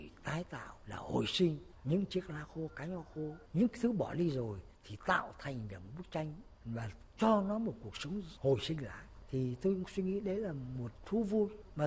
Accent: Bac Giang, Vietnam; born there; now in Hanoi, Vietnam; quê tôi là ở Bắc Giang. Thế bây giờ tôi sống ở Hà Nội cũng lâu rồi, từ năm 51 cơ.

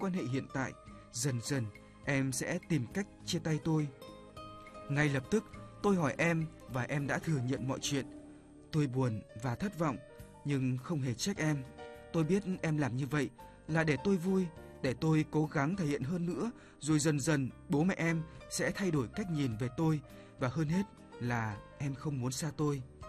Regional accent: Thanh Hoa, Vietnam; Tôi năm nay 30 tuổi, sinh ra ở miền quê xứ Thanh. Quê tôi có phong cảnh hùng vĩ, cuộc sống ở đó gắn liền với núi rừng, nương rẫy và tiếng suối chảy quanh năm.

